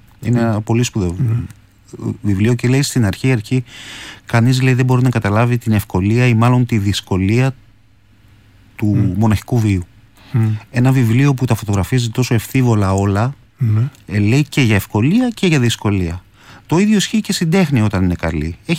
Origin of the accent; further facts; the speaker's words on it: Tinos, South Aegean, Greece; also born or lived in Athens; Γεννήθηκα στην Αθήνα. Τα περισσότερα παιδικά μου χρόνια ήμουνα στην Τίνο, από όπου είναι και η καταγωγή μου.